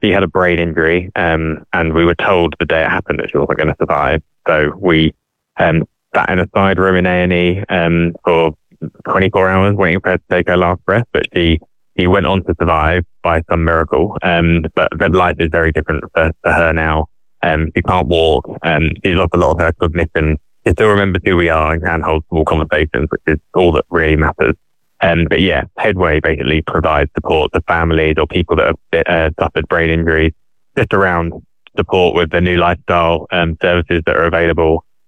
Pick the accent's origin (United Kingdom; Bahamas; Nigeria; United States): United Kingdom; Frinton, East of England; last year I quit my job, my corporate job, to move back to Frinton, my hometown, to spend time with my mum.